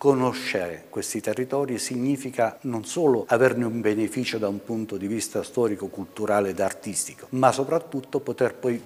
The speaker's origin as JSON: {"language": "Italian", "region": "Calabria", "country": "Italy", "moved": "yes", "said": "io non sono un pugliese, io sono prestato alla Puglia, sono calabrese, ma vivo qui da 40 anni."}